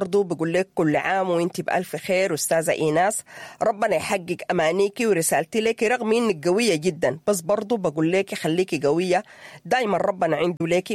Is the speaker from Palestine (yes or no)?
no; Sudan